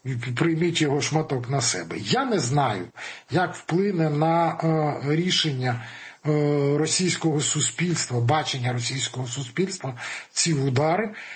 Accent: Poltava, Poltava Oblast, Ukraine; Я як полтавчанин кажу

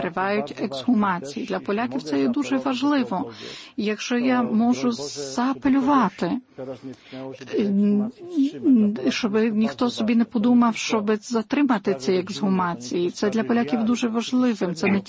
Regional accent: Przemyśl, Subcarpathian Voivodeship, Poland; Я походжу з Перемишля, ви знаєте.

